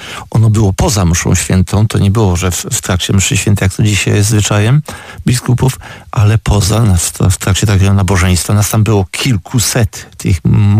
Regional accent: Szczedrzyk, Opole Voivodeship, Poland; w Szczedrzyku, a stamtąd pochodzę

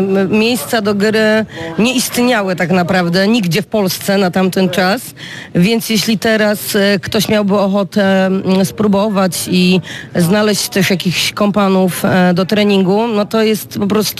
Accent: Kluczbork, Opole Voivodeship, Poland; born there; now in Wrocław, Poland; Urodziłam się w Kluczborku i jest to dla mnie absolutnie wyjątkowe miejsce.

